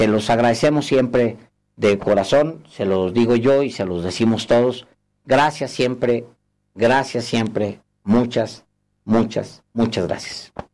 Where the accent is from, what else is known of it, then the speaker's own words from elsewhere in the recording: Ciudad Juárez, Chihuahua, Mexico; moved away; yo crecí en un barrio, en Ciudad Juárez, no recuerdo un parque, kilómetros a la redonda. Yo nací en el centro de la ciudad, de Ciudad Juárez